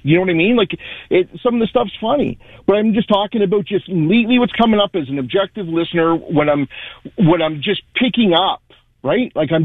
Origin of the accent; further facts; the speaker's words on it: Toronto, Ontario, Canada; Yes, sir, I am from Toronto.